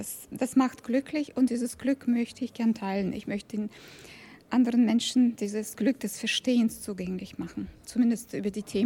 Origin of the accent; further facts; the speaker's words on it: Karlsruhe, Baden-Württemberg, Germany; ich komme aus Karlsruhe, von KIT.